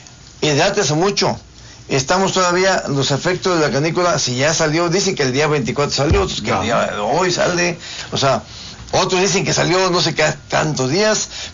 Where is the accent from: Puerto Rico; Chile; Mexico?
Mexico; Ciudad Victoria, Tamaulipas; born there; Yo nací aquí en Victoria.